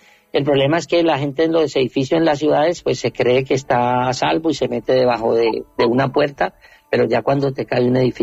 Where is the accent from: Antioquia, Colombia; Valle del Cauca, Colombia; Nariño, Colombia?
Valle del Cauca, Colombia; Tuluá; Nosotros somos de Tuluá y la parroquia se llama la parroquia del Carmen, de los franciscanos, San Francisco de Asís.